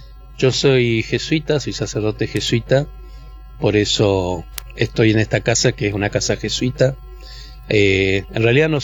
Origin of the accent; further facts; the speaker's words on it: Itatí, Corrientes, Argentina; moved away as an adult; yo nací en Itatí.